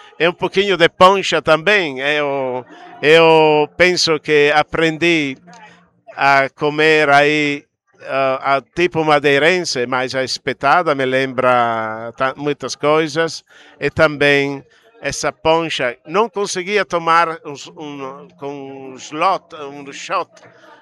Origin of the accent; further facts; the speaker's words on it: northern Italy, Italy; Portuguese is a second language; moved away; Vou no norte da Itália, perto da minha terra